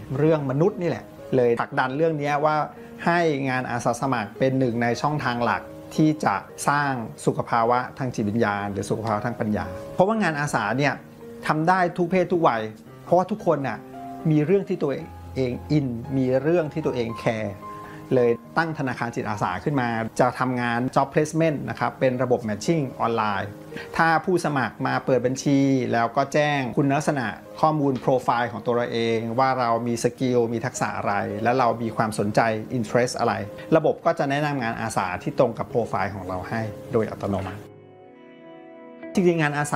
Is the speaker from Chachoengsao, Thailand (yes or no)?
no; Bangkok, Thailand; born or raised there